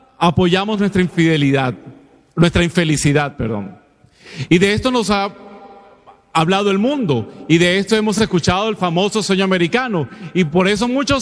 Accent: Caracas, Capital District, Venezuela; Yo vengo de Caracas, de una familia, mi papá pues trabajador, mi mamá una operadora de la compañía de teléfonos.

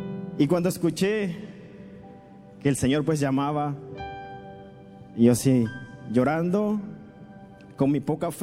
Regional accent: El Salvador; moved away as an adult; now in Mexico; soy de El Salvador. Cuando entré hace años, ¿no?, en 2013, que crucé 3 fronteras.

